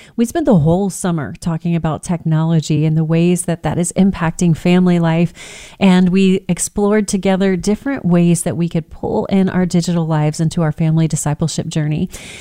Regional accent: Texas, United States; I grew up on the Texas Gulf Coast. I love all things water sport, the beach, everything.

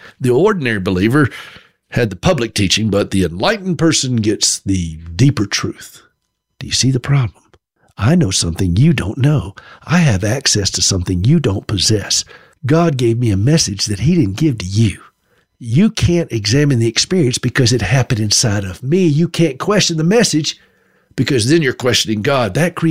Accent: South Carolina, United States; And by the way, I grew up in South Carolina. There's a town named Berea there.

